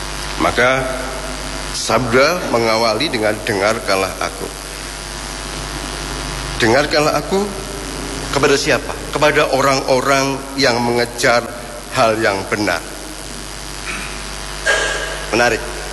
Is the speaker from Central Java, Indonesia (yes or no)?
yes; Central Java, Indonesia; now in Gandrungmangu, Indonesia; Saya asli Pangkal, datang ke Cilacap hari ini dengan satu istri, satu anak.